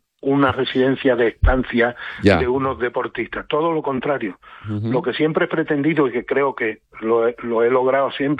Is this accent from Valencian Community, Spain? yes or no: no; Ceuta, Spain; yo no soy el único medallista ceutí